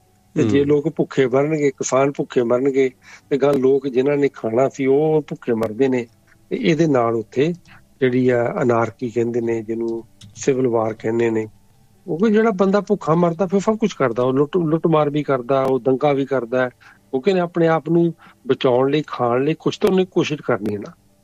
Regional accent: Amritsar, Punjab, India; ਮੈਂ ਹਾਂਜੀ ਮੈਂ ਵੀ ਉਸ ਵਿੱਚ ਜੰਮਿਆ ਪੜਿਆ, 22 ਸਾਲ ਤੱਕ ਮੈਂ ਉੱਥੇ ਰਿਹਾ

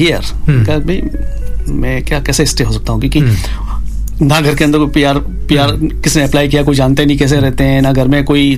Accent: Rajasthan, India; देखो मैं तो राजस्थान से हूँ मारवाड़ी खून है

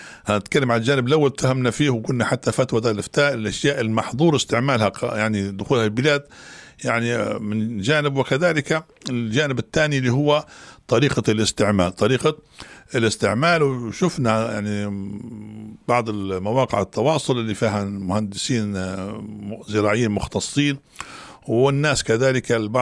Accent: Libya; وأنتم نعرف وإحنا كنا كليبيين نعرفوا استنزاف الأرض

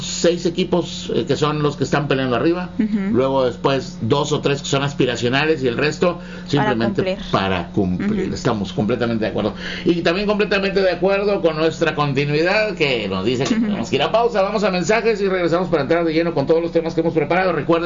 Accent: Mexico; representando a nuestro país.

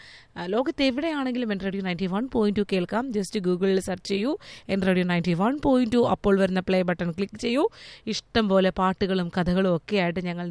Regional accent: Onattukara, Kerala, India

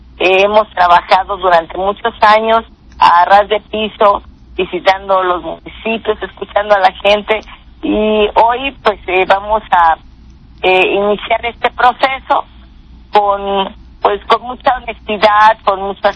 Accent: Guerrero, Mexico; las y los guerrerenses pues tenemos en nuestra sangre pues esa resiliencia de trabajar todos los días también por nuestro pueblo

